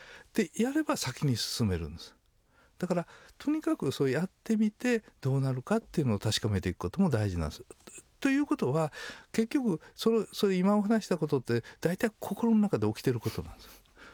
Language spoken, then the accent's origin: Japanese; Ehime, Japan; also born or lived in Matsuyama; 私愛媛県の山奥の出身なんですね。まあ、30軒ぐらいしか家がない山の中で